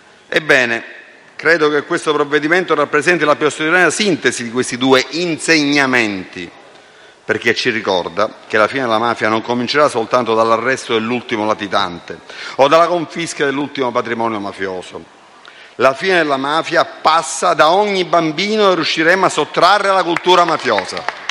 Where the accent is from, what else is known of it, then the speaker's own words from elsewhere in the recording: Palermo, Sicily, Italy; Vedete, sono palermitano, domenica, come voi ben sapete, è il 19 luglio.